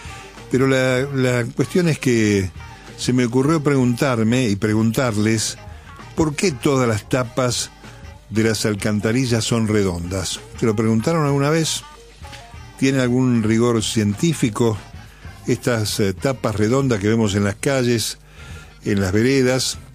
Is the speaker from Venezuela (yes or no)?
no; La Plata, Buenos Aires Province, Argentina; born there; Yo, que nací en La Plata y que tuve padres que estaban afiliados a Ioma